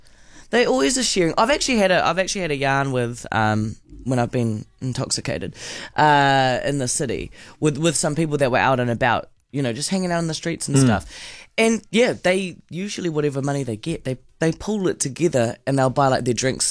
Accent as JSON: {"language": "English", "town": "Pukekohe", "region": "Auckland", "country": "New Zealand", "tie": "born or raised there", "moved": "yes", "lives_now": "Auckland, New Zealand", "said": "I grew up in Pukekohe"}